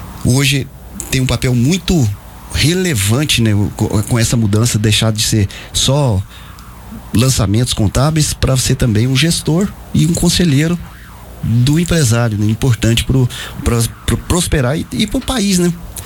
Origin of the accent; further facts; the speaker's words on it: Alagoas, Brazil; moved away; Você vê, eu sou alagoano, mas...